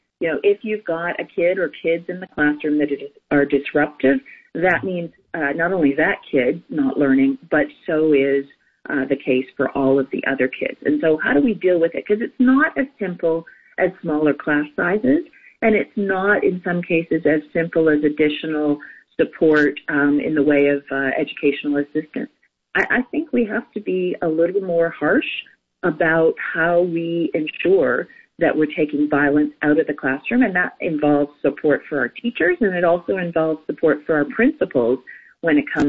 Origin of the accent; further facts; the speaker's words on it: Listowel, Ontario, Canada; I grew up in Listowel, Patty, as we've discussed, you know, not far mm-hmm. from Stratford, well north of Windsor.